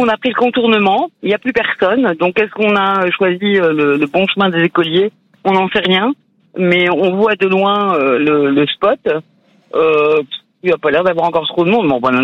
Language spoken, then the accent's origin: French; Grand Est, France; Ah bah 2 jours et demi, parce qu'on vient d'Alsace.